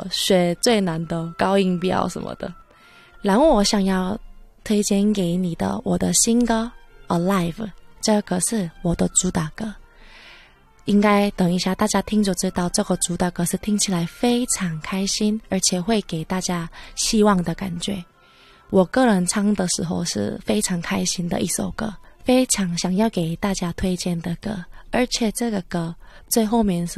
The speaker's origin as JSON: {"language": "Chinese", "country": "South Korea", "second_language": "Chinese", "lives_now": "Taiwan", "said": "我来台湾已经十年了，可是我的第一个专辑。大家，我是韩国人，不知道你们有没有听得出来。"}